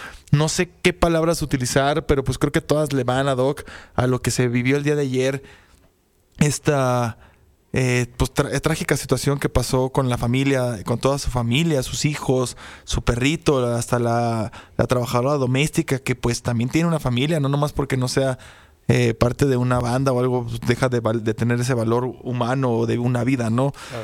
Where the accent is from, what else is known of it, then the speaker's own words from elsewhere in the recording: Mexico; nosotros como mexicanos